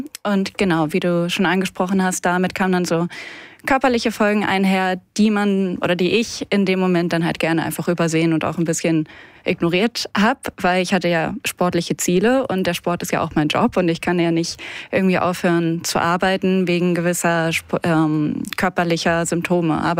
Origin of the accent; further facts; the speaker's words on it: Hannover, Lower Saxony, Germany; now in Zillertal, Austria; also ich komme aus Hannover und bin zu dem Zeitpunkt dann ins Zillertal gezogen, nach Österreich